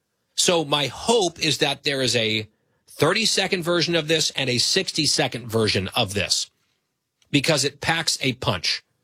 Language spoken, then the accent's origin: English; New Jersey, United States; Todd Beamer's town, where his widow and kids grieved after 9/11 in the state of New Jersey, my home state